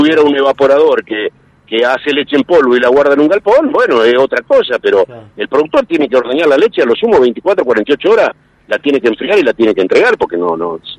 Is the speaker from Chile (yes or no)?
no; San Guillermo, Santa Fe, Argentina; yo soy de San Guillermo, nuestra zona no tiene posibilidad de hacer otra actividad porque tenemos problemas con las lluvias.